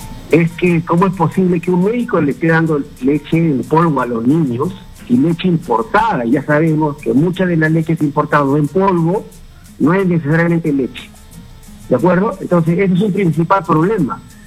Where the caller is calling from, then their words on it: Lima, Peru; Le hablo desde Miraflores.